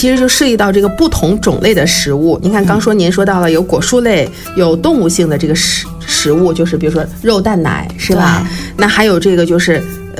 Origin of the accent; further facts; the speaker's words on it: China; 其实就东方人，尤其我们中国人的这个体质